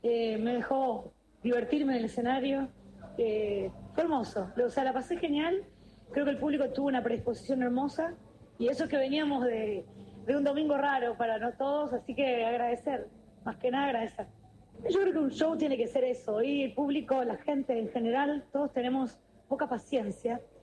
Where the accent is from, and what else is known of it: Santa Fe, Argentina